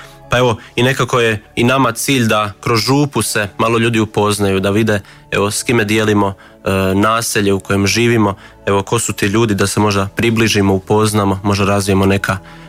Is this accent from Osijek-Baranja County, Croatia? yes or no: no; City of Zagreb, Croatia; Pa evo, ja dolazim iz Brestija koje je dosta, možemo reći, na periferiji grada i vidi se da je i mentalitet ljudi, vjernika, drugačiji od onoga u samom centru.